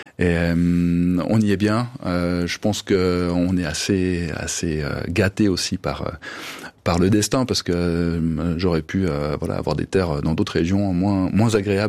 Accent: Denain, Hauts-de-France, France; born or raised there

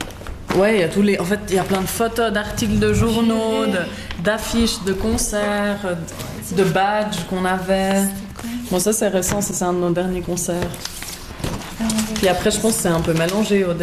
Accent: Font, Fribourg, Switzerland; born there; Je suis née officiellement ouais, à Fond. Donc à Fond vers Estavayer.

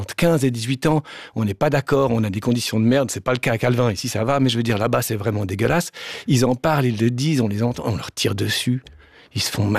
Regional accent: Switzerland; now in France; Je ne vote pas en France parce que je suis suisse

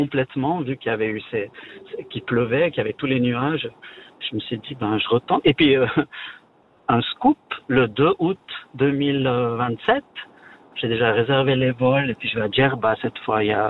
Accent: Valais, Switzerland; Oui, alors je vous appelle. Donc je suis valaisan, encore.

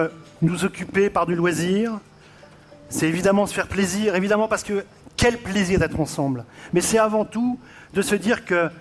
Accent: France; chez nous, en France

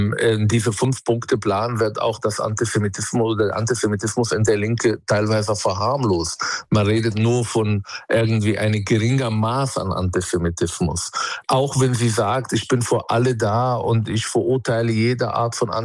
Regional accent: Palestine; Und ich möchte als Palästinenser die andere Seite betrachten und sagen, ich sehe eure Angst, ich sehe euer Trauma

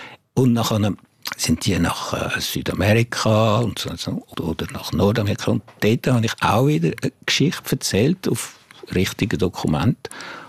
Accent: Jura, Switzerland; German is a second language; now in Geneva, Switzerland; ich bin von da. Ich bin im Jura aufgewachsen.

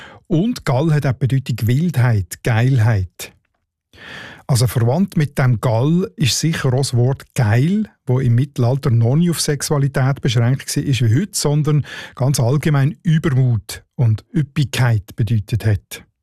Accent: Northwestern Switzerland, Switzerland; accent: Northwestern Swiss German; Ich würde dem ja Geugel sagen, in meinem Nordwestschweizer Dialekt.

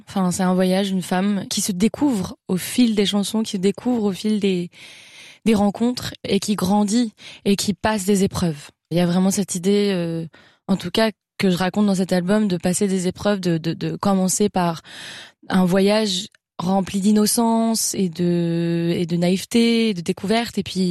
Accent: Paris, Île-de-France, France; first language French; je pense que ça vient du fait que j'ai grandi à Paris et que Paris est une ville très mélangée, avec des gens de partout.

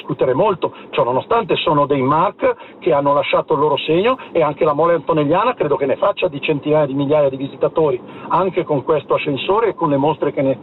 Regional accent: Ticino, Switzerland; io, che vengo dal Mendrisiotto, da dove vengono le famose foto delle famose ville del signor Botta

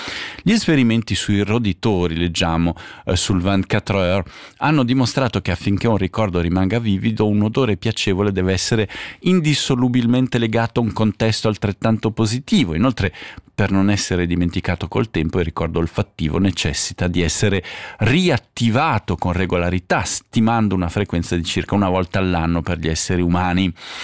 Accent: Ticino, Switzerland

